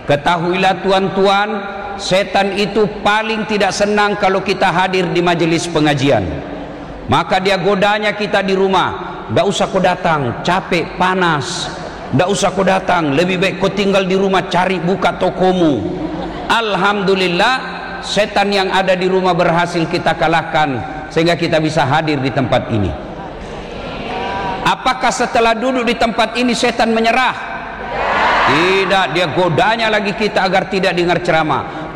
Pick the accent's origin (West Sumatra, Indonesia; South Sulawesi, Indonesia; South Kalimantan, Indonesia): South Sulawesi, Indonesia; Saya dari Sulawesi Selatan, musafir dakwah.